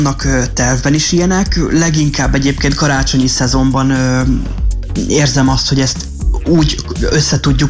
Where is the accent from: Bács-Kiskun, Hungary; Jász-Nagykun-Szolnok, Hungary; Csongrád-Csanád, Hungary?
Jász-Nagykun-Szolnok, Hungary; Cibakháza; moved away; én a szülőfalumban, Cibakházán voltam, hát nagyon mélyen vallásos